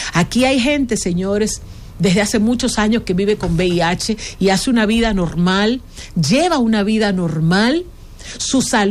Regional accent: Dominican Republic; Nosotros necesitamos como dominicanos

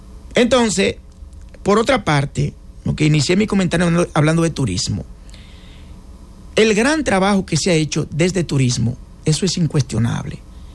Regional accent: Dominican Republic

